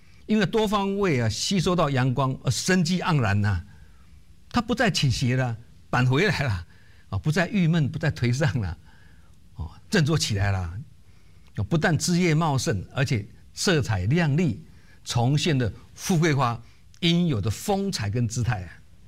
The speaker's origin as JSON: {"language": "Chinese", "region": "Keelung", "country": "Taiwan", "tie": "born or raised there", "said": "以前我小时候呢，我老家是在基隆，那基隆各位都知道郊外有一个滨海公路嘛，沿海有很长的海岸线，依山傍水啊，一边是山一边是水啊，海景秀丽啊。"}